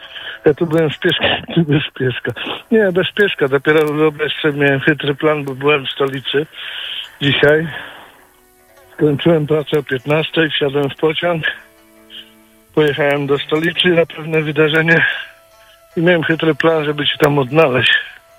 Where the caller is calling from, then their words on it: Gniezno, Greater Poland Voivodeship, Poland; Dzwonię, z Gniezna dzwonię.